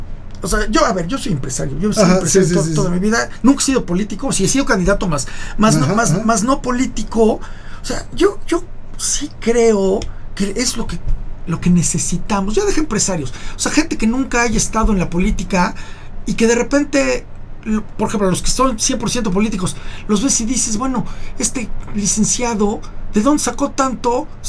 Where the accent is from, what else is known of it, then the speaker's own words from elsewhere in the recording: Mexico; eso es lo que queremos como mexicanos, como ciudadanos.